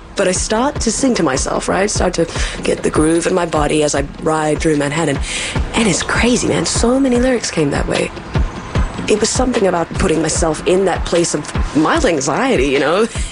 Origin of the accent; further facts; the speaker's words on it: New Zealand; now in United States; as a New Zealander living in America